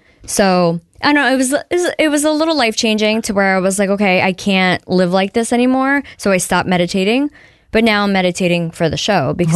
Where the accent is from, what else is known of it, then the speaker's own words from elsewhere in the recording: New York, United States; But yeah, I grew up in the Hudson Valley. So the Hudson Valley is known for aliens and UFOs.